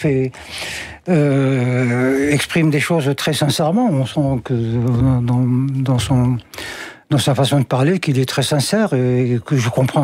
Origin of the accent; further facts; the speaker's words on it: Algeria; moved away; Je m'exprimais chez moi, en Algérie, sur des problèmes algériens. Point.